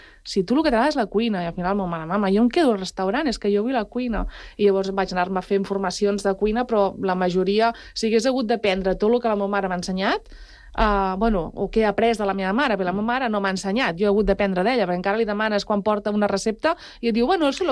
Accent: Palau-sator, Catalonia, Spain; sóc de Palau-sator, i ara ho dic ben alt, no? I sóc de pagès.

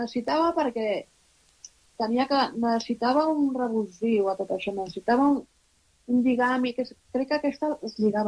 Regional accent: Barcelona, Catalonia, Spain

